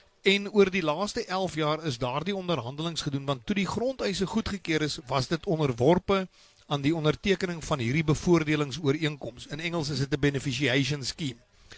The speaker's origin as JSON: {"language": "Afrikaans", "town": "Tzaneen", "region": "Limpopo", "country": "South Africa", "tie": "born or raised there", "said": "Ek het op Tzaneen groot geword, my pa was 'n predikant op Tzaneen"}